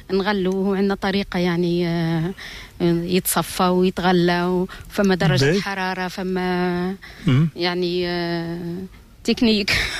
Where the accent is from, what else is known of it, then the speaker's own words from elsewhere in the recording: Souk Lahad, Kebili Governorate, Tunisia; من سوق لحد